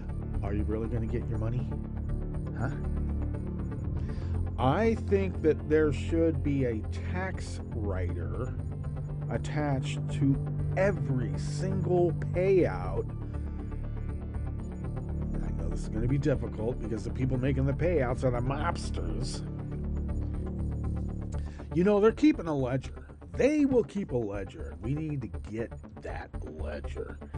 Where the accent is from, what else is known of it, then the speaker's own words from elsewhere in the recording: United States; It's my duty as an American.